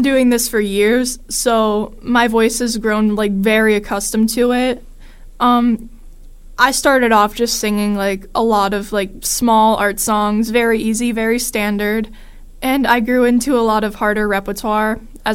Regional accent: Monaca, Pennsylvania, United States; I'm from Monaca.

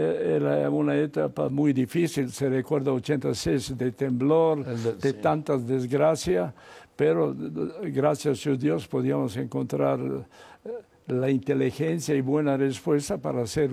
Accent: Belgrade, Serbia; Spanish is a second language; moved away as an adult; also born or lived in Belgium; now in Mexico; Yo soy de Serbia.

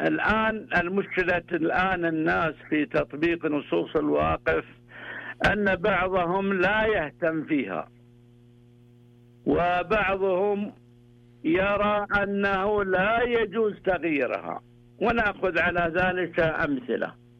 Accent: Najd, Saudi Arabia; عندنا في نجد

